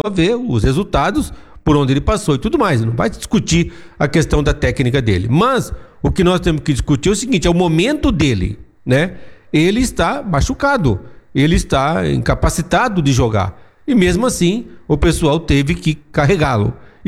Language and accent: Portuguese; Brazil